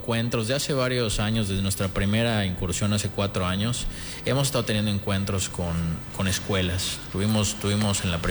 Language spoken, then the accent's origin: Spanish; Yucatán, Mexico; tanto los portugueses como los yucatecos utilizamos muchos ingredientes similares